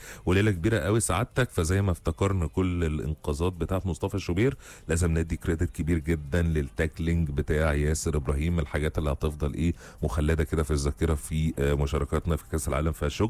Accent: Mansoura, Dakahlia, Egypt; مساء الفل على كل مصري. … من المنصورة.

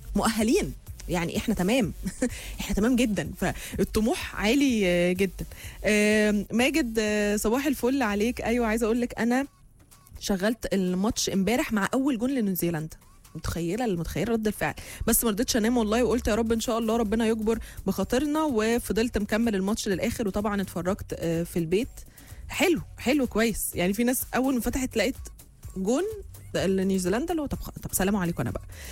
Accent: Egypt; ويلا نبقى فخورين ان احنا مصريين

